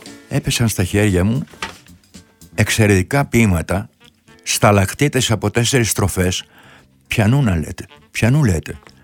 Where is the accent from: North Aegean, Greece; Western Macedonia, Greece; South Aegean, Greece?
Western Macedonia, Greece; Florina; Η σημερινή εκπομπή την αφιερώνω στη Θεσσαλονίκη, στην πατρίδα μου τη Φλόρινα.